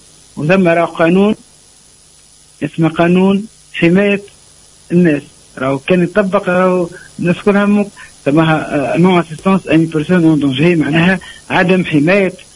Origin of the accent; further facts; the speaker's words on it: Tunisia; انا شعب تونسي، انا شعب مثقف، شعب قاري،